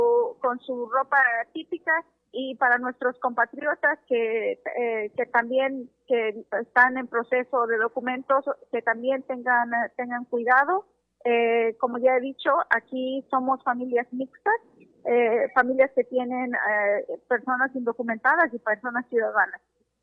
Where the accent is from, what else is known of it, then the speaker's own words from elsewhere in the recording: Puebla, Mexico; now in New York, United States; poblanos, los mexicanos de esta área, somos poblanos. Yo soy poblana.